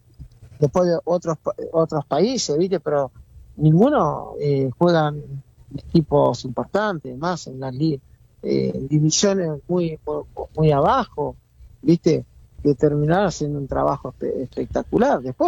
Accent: Argentina; 52 años. Mi vida está acá. Soy argentino. De eso no hay duda, y lo digo con mucho orgullo.

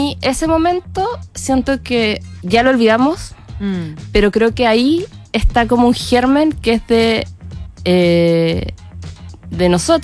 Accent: Chile; yo también crecí muy como en una idea de pesimismo, derrota, entonces creía, no, somos chilenos, somos así

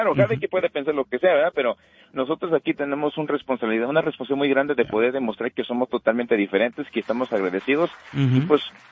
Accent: Nebraska, United States; born there; Mis papás son de Puebla, pero yo soy de Nebraska.

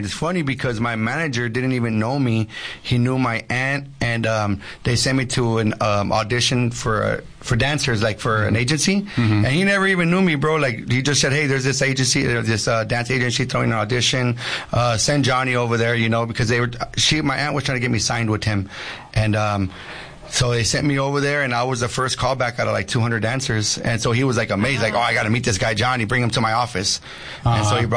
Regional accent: Los Angeles, California, United States; I'm from Los Angeles, California.

